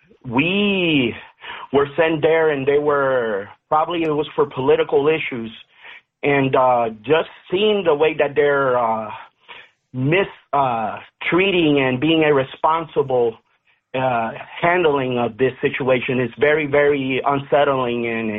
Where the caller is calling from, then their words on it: Puerto Rico; I'm calling here from the Caribbean and from Puerto Rico